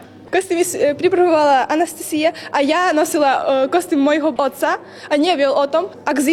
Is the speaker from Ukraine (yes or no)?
yes; Uzhhorod, Zakarpattia Oblast, Ukraine; som z Užhorodu, učím sa v 4. lícii.